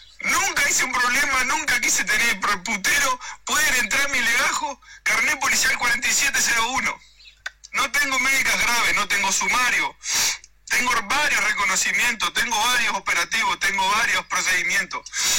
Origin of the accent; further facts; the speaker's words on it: Melo, Cerro Largo, Uruguay; now in Canelones, Uruguay; mándenme a mi pueblo, mándenme a Melo